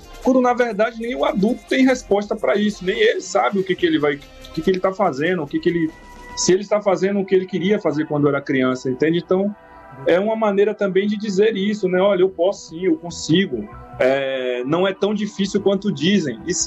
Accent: Salvador, Bahia, Brazil; Eu sou de Itapuã, sou da parte da praia, mas já circulei muito, já fiz muito show no Pelourinho também.

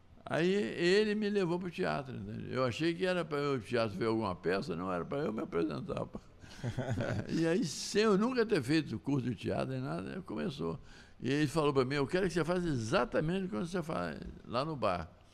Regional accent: Minas Gerais, Brazil; E nós temos mais um rolo também, porque nós dois somos mineiros.

